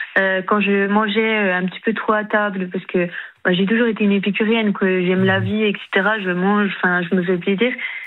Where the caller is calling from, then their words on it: Bourgogne-Franche-Comté, France; accent: petit accent de l'Est; Je viens de l'Est, de Bourgogne-Franche-Comté.